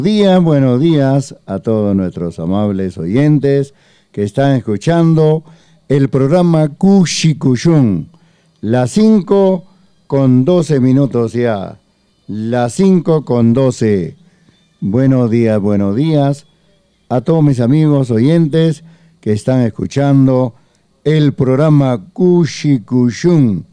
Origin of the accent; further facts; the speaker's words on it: Peru; somos peruanos, ¿no? Porque hay otra palabra para decir, somos del Perú.